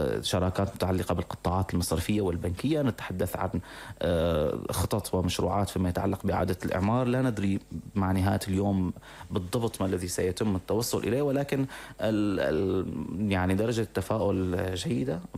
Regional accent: Syria; بالنسبة لنا كسوريين

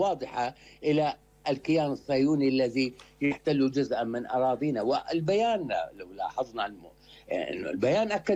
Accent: Syria; بالنسبة لنا نحن كسوريين

